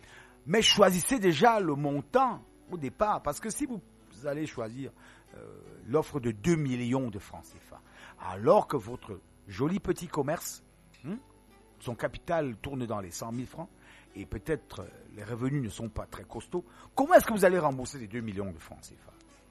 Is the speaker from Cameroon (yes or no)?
yes; Cameroon; chez nous au Cameroun